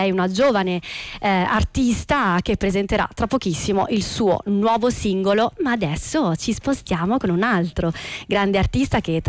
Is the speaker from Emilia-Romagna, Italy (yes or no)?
no; Salerno, Campania, Italy; io sono di Salerno